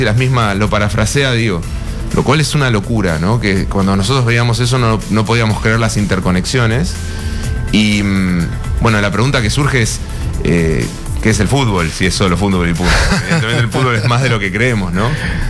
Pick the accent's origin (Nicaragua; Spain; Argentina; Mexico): Argentina; Nosotros como argentinos por ahí somos muy orgullosos de ese evento en particular